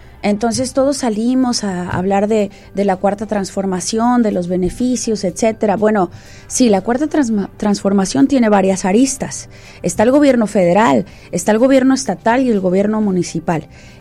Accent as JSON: {"language": "Spanish", "region": "Baja California", "country": "Mexico", "tie": "born or raised there", "said": "yo llegué aquí a los 2 años. Entonces, soy de aquí, ¿no? Soy Baja californiana."}